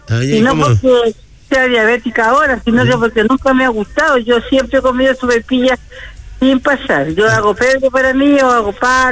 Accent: Chile; yo soy chilena los 365 días del año.

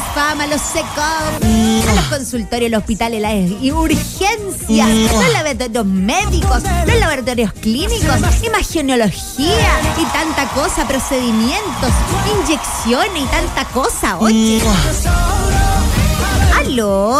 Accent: Santiago, Santiago Metropolitan Region, Chile; now in Antofagasta, Chile; No, yo no soy del norte, pues soy de Santiago.

